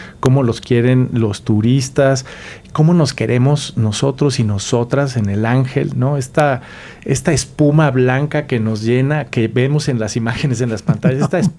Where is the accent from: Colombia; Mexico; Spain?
Mexico; hemos concebido un autoconcepto no merecedor de lo que somos como nación, como país, como mexicanos y mexicanas.